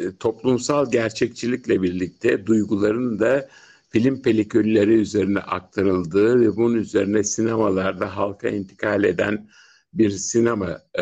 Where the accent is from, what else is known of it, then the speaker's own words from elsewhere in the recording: Karşıyaka, İzmir, Turkey; Şöyle ben Karşıyaka'lıyım. Babam Karşıyaka'da İpek sinemalarının işletmecisiydi.